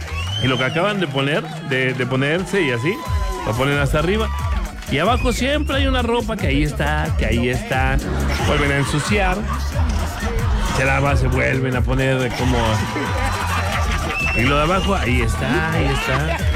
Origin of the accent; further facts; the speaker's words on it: Durango, Mexico; Soy duranguense, aquí nomás en la mejor 92.7.